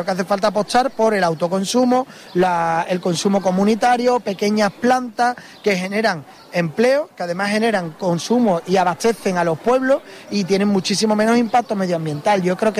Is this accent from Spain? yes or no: yes; Andalusia, Spain